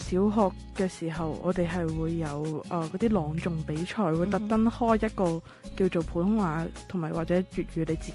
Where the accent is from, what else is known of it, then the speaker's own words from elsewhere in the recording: Hong Kong; 我因為作為香港人啦，